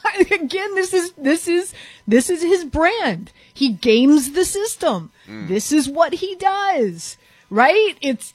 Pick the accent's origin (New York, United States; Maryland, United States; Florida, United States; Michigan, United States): Florida, United States; Miami; moved away as an adult; but I'm from the 305. I'm from Miami.